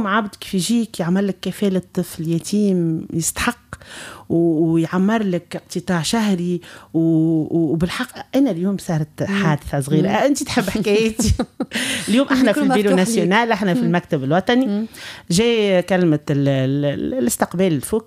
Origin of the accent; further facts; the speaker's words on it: Tunisia; احنا والحمد لله التوانسة معروفين بالبهجة في مناسباتنا